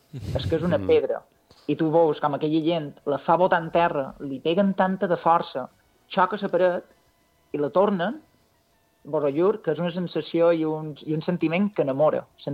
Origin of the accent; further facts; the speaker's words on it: Balearic Islands, Spain; perquè nosaltres som mallorquins